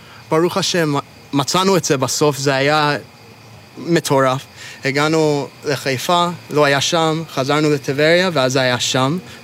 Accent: Toronto, Ontario, Canada; Hebrew is a second language; now in Kibbutz Lavi, Israel; אבל במקור אני מצפון אמריקה, מקנדה.

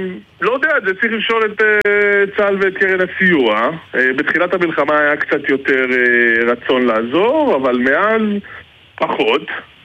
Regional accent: Kiryat Ono, Central District, Israel; אני מקריית אונו, נשוי, פלוס אחד חמוד וג'ינג'י.

